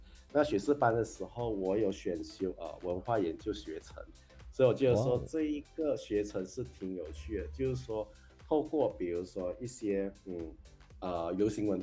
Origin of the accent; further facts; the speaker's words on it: Malaysia; accent: Malaysian; 其实我们马来西亚华人讲的华语会有一些腔调，他们说马来腔、很有趣的一个发现。